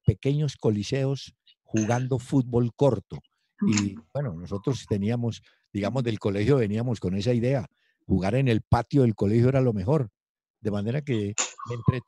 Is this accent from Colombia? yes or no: yes; Cali, Valle del Cauca, Colombia; born there; mis padres sí eran de Montenegro. Yo nací en Cali porque ellos se fueron a vivir muy, muy pronto a Cali. Y por supuesto nos quedó gente en el Quindío.